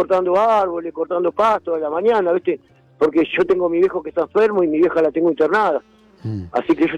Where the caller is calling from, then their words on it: Temperley, Buenos Aires Province, Argentina; yo soy de Témpola